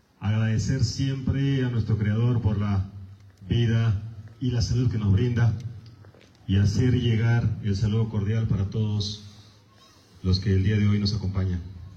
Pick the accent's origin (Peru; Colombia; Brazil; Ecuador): Peru; nos unen como peruanos